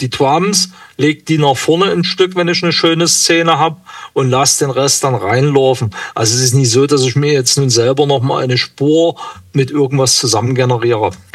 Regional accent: Saxony, Germany; ich komme aus der Nähe von Radeberg, ganz kleines Dorf.

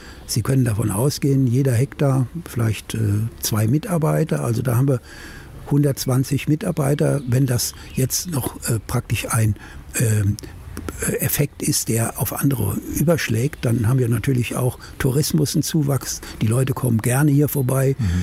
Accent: Bacharach, Rhineland-Palatinate, Germany; moved away as an adult; now in Jerischke, Germany; wenn Sie das hören an meinem Dialekt, ich bin nicht geboren hier in der Region. Ich komme gebürtig aus Bacharach am Rhein.

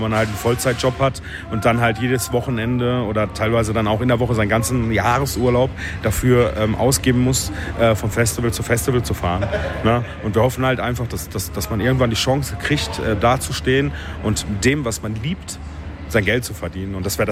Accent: Germany; Also als Deutscher ist man da tatsächlich sehr gern gesehen.

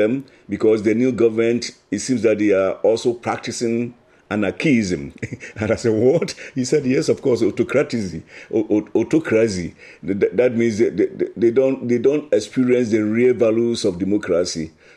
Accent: Ghana; even as a Ghanaian

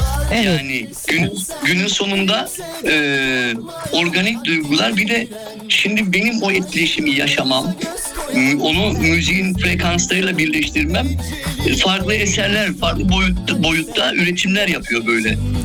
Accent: Kyrenia, Kyrenia District, Cyprus; now in Famagusta, Northern Cyprus; Ben dediğim gibi Kuzey Kıbrıs'ta doğdum. Kuzey Kıbrıs'ın Girne diye güzel bir şehri var. Orada doğdum. Şu anda Gazi Mausa'da yaşamaktayım.

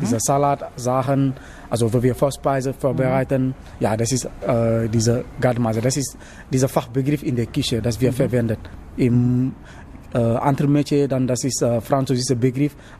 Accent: Dakar, Senegal; German is a second language; now in Germany; Ja, ich komme genau da im Hauptstadt, also in eine Teile in der Stadtviertel.

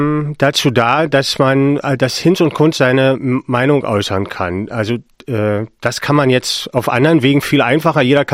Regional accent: Hoyerswerda, Saxony, Germany; born there; ich bin in Hoyerswerda geboren

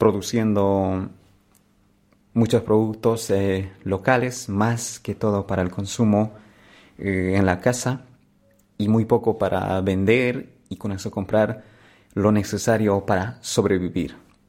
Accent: Cochabamba, Bolivia; now in Germany; se encuentra en la ciudad o en el departamento de Cochabamba, que es también el corazón de Bolivia. Vengo de una región de los Andes, indígenas quechuas aymaras

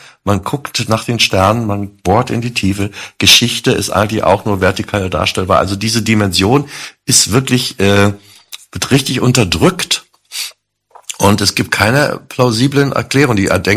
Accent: Berlin, Germany; Weil ich eben halt ja auch als Berliner gesehen habe, dass nach dem Mauerfall

